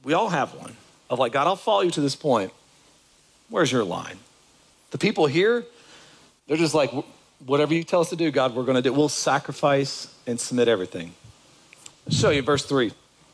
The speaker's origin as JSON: {"language": "English", "region": "Kentucky", "country": "United States", "tie": "born or raised there", "said": "I left Kentucky, I'll give of my hometown with my family, I'll give of all of that and come, I'll do all that."}